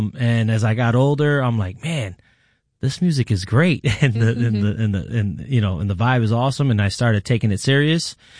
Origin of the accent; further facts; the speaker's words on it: Rochester, New York, United States; My parents are from Puerto Rico, but I grew up in Rochester, New York my whole life.